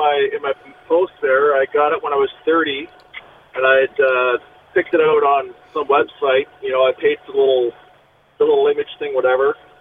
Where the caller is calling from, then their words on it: Canada; I'm Canadian. You know, I'm proud to be Canadian. It's inside of me how Canadian I am